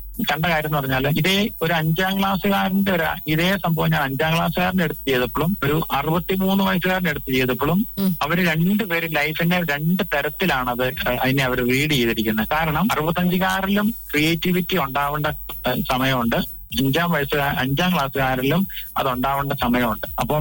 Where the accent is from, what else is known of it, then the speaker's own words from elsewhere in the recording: Cherupuzha, Kerala, India; കണ്ണൂർ കാസർഗോഡ് ജില്ലയുടെ ബോർഡർ ചെറുപുഴ എന്ന് പറഞ്ഞ സ്ഥലത്താണ് എന്റെ സ്ഥലം, ചെറുപുഴ.